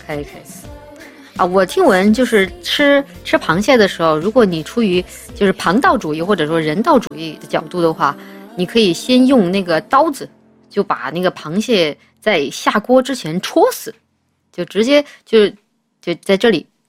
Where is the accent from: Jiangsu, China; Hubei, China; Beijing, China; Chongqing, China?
Chongqing, China; 我是重庆人嘛